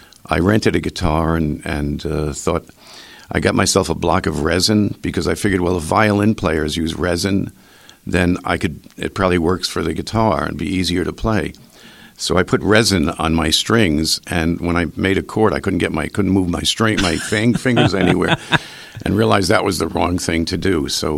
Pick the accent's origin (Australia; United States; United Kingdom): United States; Queens, New York; Because I started singing on the streets of Queens when I was like 4 or 5 years old.